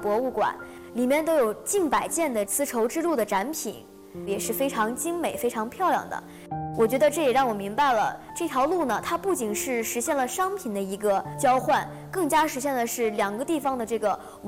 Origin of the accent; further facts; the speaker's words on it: Tacheng, Xinjiang, China; born there; now in Xi'an, China; 其实我就是生活在西安，但是我的家乡在新疆，我的爸爸妈妈都是新疆人。